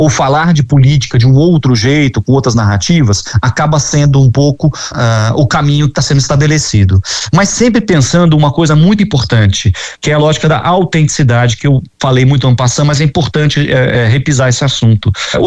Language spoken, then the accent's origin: Portuguese; Rio de Janeiro, Brazil